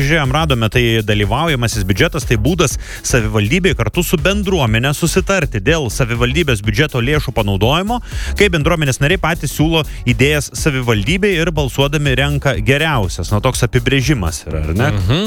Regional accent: Vilnius, Vilnius County, Lithuania; mes kaip tikri vilniečiai

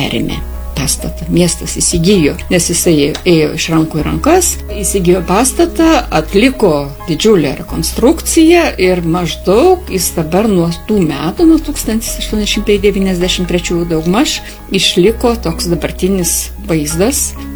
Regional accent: Klaipėda, Klaipėda County, Lithuania; mes galim klaipėdiečiai didžiuotis

